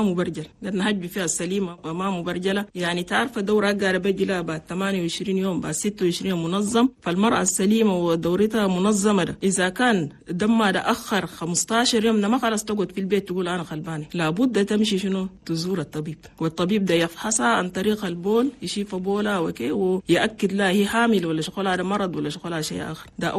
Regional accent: Chad; عندنا في تشاد

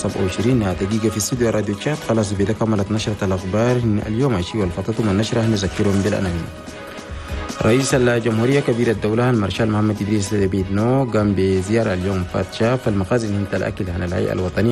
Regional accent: Chad

